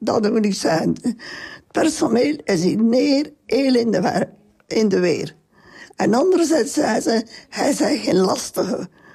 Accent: Halmaal, Flanders, Belgium

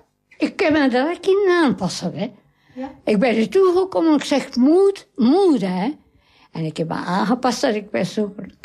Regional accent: Denderleeuw, Flanders, Belgium; Nee, of nee? Ik ben van Denderleeuw.

